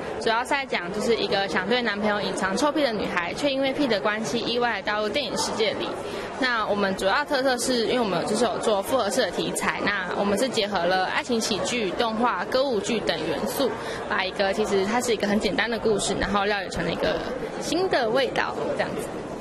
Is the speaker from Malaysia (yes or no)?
yes; Malaysia; 因为我本身是马来西亚人，